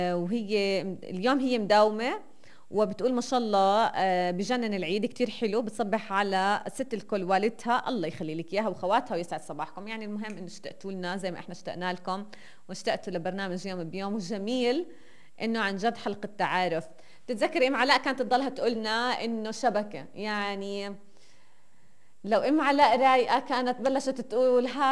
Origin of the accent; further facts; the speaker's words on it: Asira ash-Shamaliya, Nablus Governorate, Palestine; كل البلد بتعرف اني انا من عصيرة.